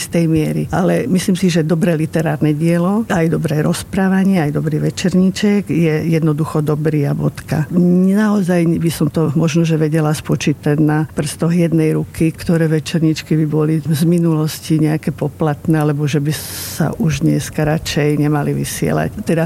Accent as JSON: {"language": "Slovak", "town": "Bratislava", "region": "Bratislava Region", "country": "Slovakia", "tie": "born there", "said": "som sa narodila v Bratislave na Dobšinského ulici"}